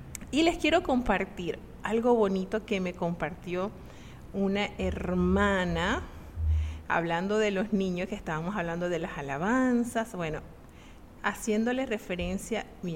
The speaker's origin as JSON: {"language": "Spanish", "town": "Maracaibo", "region": "Zulia", "country": "Venezuela", "tie": "born or raised there", "said": "en Maracaibo, donde yo nací y me crié"}